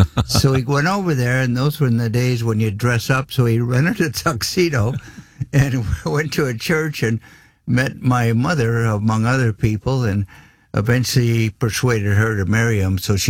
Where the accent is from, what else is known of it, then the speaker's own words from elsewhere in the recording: Brighouse, Yorkshire and the Humber, United Kingdom; born there; I was born in Brighouse, Yorkshire, England, up near the border of Scotland.